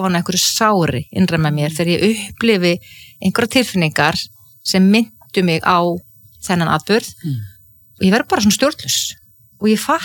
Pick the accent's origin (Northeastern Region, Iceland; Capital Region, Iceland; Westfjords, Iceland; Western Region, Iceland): Westfjords, Iceland; Ísafjörður; ég óttaðist sjóin sem kannski líka tengist því að ég alveg upp á Ísafirði þar sem voru tíu sjóslis og menn drukknuðu